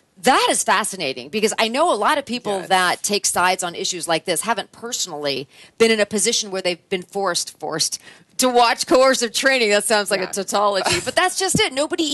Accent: Los Angeles, California, United States; When we travel abroad, we tell people we're from Los Angeles instead of saying, oh, yeah, you have Hollywood.

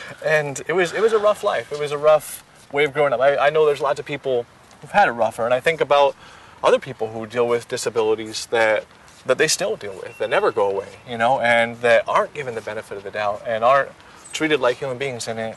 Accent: North Edwards, California, United States; born there; also born or lived in Salt Lake City, Utah; And I just started going to school out there, really, really rural place, not very much room. We moved from California City to North Edwards, and was going to school in North Edwards.

